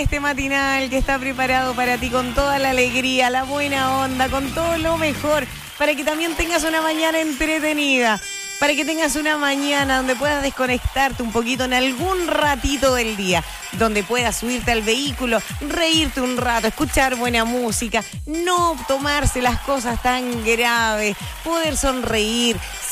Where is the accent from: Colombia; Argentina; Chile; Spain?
Chile; reganadores nosotros los chilenos, obvio. ¿En qué somos campeones los chilenos?